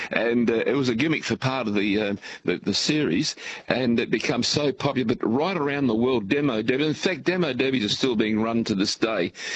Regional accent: Corrigin, Western Australia, Australia; moved away; also born or lived in Brookton; Corrigan, which was my original hometown, because I was born in Corrigan.

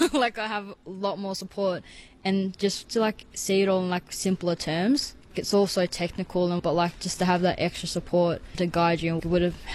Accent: Dubbo, New South Wales, Australia; also born or lived in Ballarat / Bourke; I was born and raised in Ballarat, Victoria, and then at a very young age we moved to Bourke for a few years. Been in Dubbo ever since.

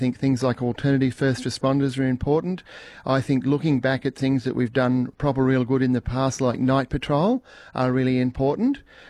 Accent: Northern Territory, Australia; also born or lived in Pintupi Luritja communities; I grew up in Walpri and Amadjara communities, and I spent a lot of time in Pintupi Luritja communities and even Pingalga communities.

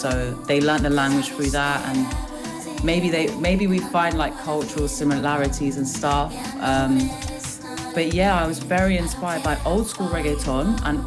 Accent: Kosovo; And honestly, I'm from Kosovo. We love it.

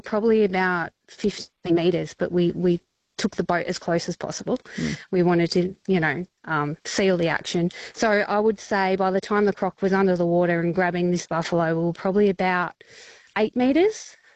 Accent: Victoria, Australia; born or raised there

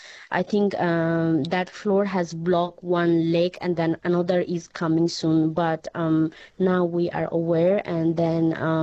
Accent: Nuwakot, Bagmati, Nepal; And then I'm from that place because that happened in Nuwakot. I came from Nuwakot, and they luckily my family they all are in capital city, that's in Kathmandu.

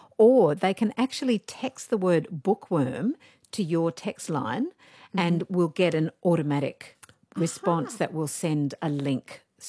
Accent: Dapto, New South Wales, Australia; And from Wollongong. I grew up in Dapto, so shout out to all of that.

